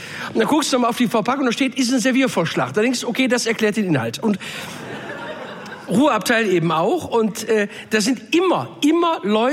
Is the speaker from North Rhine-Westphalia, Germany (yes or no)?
yes; North Rhine-Westphalia, Germany; Bei uns im Pott sagst du Hi-O-Pi zu sowas.